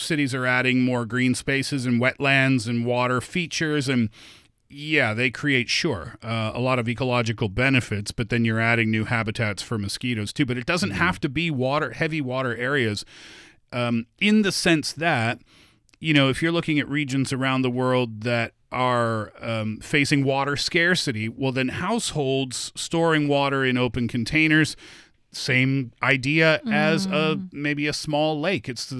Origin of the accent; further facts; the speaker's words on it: Canada; moved away; growing up in Canada